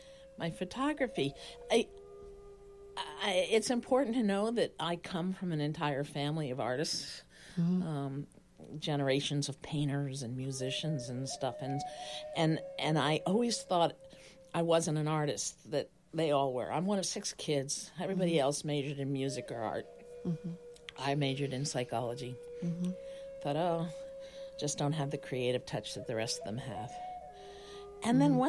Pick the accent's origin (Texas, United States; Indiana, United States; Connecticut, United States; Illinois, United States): Connecticut, United States; Wilton; moved away as an adult; now in Greenfield, United States; But I've been here a long time. I'm from Wilton, Connecticut.